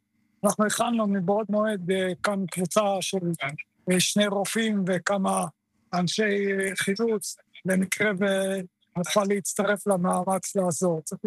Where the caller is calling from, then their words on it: Northern District, Israel; על שפת הכנרת.